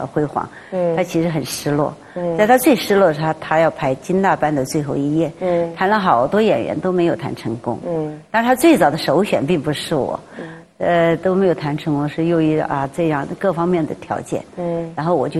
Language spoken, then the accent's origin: Chinese; Sichuan, China; 我们都是四川人